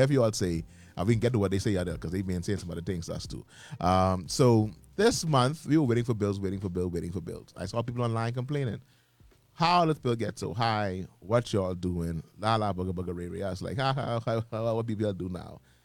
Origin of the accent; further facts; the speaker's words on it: Nassau, New Providence, Bahamas; like 40 years ago. Because we moved in that house in June. I was born in August